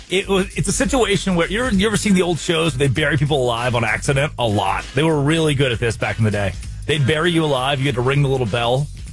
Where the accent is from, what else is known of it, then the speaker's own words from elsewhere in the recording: Arkansas, United States; I grew up in Arkansas. I grew up in deep South Arkansas.